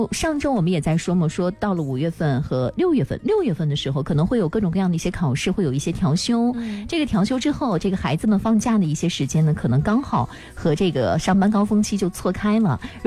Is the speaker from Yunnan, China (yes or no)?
no; Shanxi, China; 我们山西人是喜欢午睡的